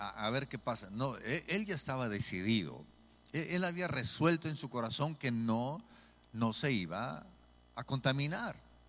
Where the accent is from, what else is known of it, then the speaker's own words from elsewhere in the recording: Monterrey, Nuevo León, Mexico; Y a nosotros, como regios